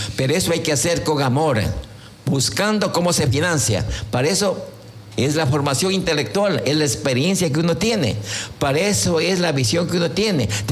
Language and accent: Spanish; Quevedo, Los Ríos, Ecuador; Nosotros tenemos generaciones de generaciones aquí que trabajaron. Y somos ecuatorianos hasta el último huesito. Y tenemos la suerte de servir a Quevedo, este modesto ciudadano desde niño, más de 72 años.